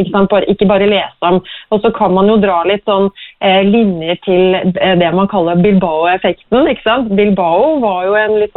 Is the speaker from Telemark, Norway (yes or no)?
yes; Kragerø, Telemark, Norway; Så jeg kommer jo fra Kragerø som er sommerby, men det er da ingenting som slår sommer i TIN heller.